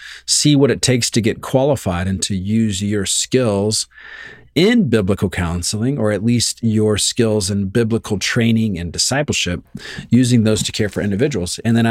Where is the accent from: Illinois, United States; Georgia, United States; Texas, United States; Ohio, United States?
Georgia, United States; Savannah; I stopped saying I'm from Savannah because you guys made me self-conscious about it.